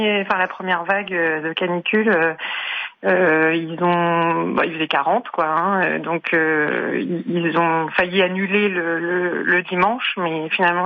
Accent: Normandy, France; moi je suis normande, hein, donc la chaleur c'est pas trop mon truc

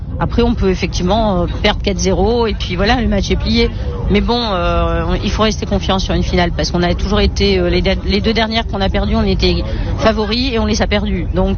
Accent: Nice, Provence-Alpes-Côte d'Azur, France; on va avoir peur d'être attaqué parce qu'on est niçois

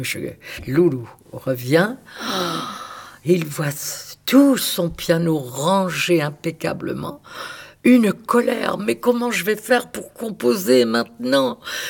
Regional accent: Hauts-de-France, France; moved away; je fais le ménage parce que je viens du Nord

